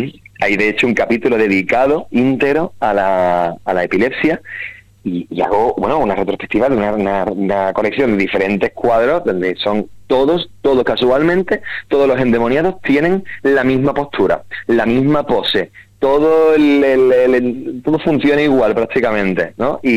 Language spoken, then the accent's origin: Spanish; Andalusia, Spain; por ejemplo, en mi tierra, en Andalucía, ha salido bastante en los medios de comunicación